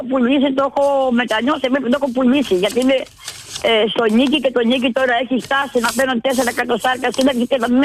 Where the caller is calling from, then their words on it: Neapoli, Peloponnese, Greece; Είμαι από Νεάπολη Λαπνίας.